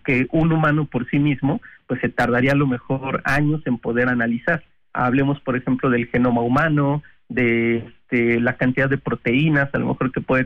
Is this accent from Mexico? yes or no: yes; Mexico; Y creo que nosotros como mexicanos, al depender de la tecnología